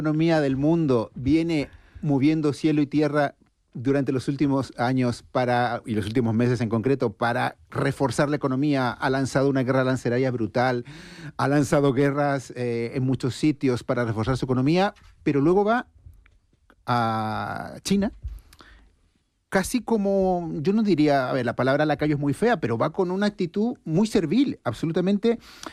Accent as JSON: {"language": "Spanish", "region": "Valparaíso", "country": "Chile", "tie": "born there", "said": "hay una ciudad que tiene más cuestas que Vigo y probablemente puede ser Valparaíso, la ciudad donde yo nací."}